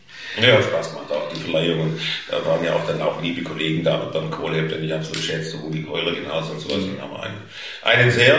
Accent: Stuttgart, Baden-Württemberg, Germany; accent: Swabian

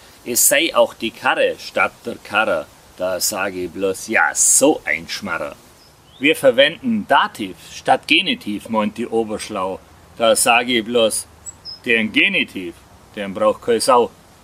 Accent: Baden-Württemberg, Germany; accent: Swabian; Und ich fände, wir sollten unseren Dialekt schätzen und auch weiterhin gepflegt Schwäbisch schwätzen.

